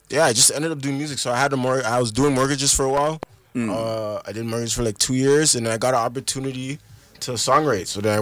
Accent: Toronto, Ontario, Canada; I'm from Toronto.

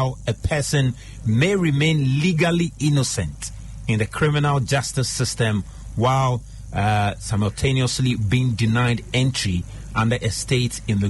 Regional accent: Ghana; I'm speaking as a Ghanaian

